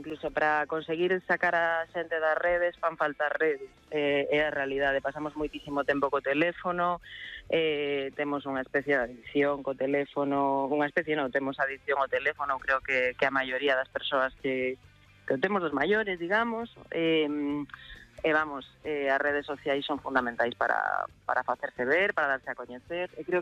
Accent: Galicia, Spain; now in Madrid, Spain; Eu son super galega. A verdade é que aínda que vivo en Madrid, cada vez estou máis en Galicia, sempre estou cun pé na casa.

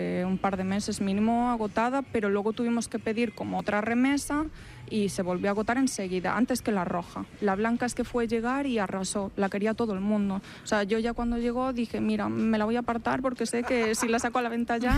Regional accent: Bilbao, Basque Country, Spain; Yo soy de Bilbao

